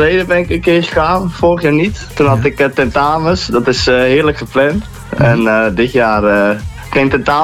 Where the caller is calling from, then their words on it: Amsterdam, North Holland, Netherlands; Ik bel vanuit Horen. Ik ben even één dagje bij mijn ouders, maar normaal woon ik in Amsterdam.